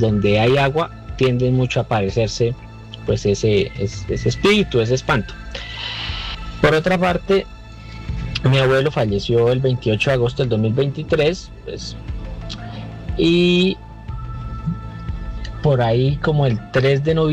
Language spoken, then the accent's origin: Spanish; Santander, Colombia; Nosotros somos de Santander. Y pues crecimos en el campo, tenemos una finca